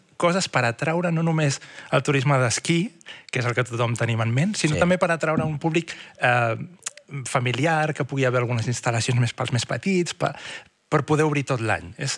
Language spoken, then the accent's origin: Catalan; Tarragona, Catalonia, Spain; jo sóc de Tarragona.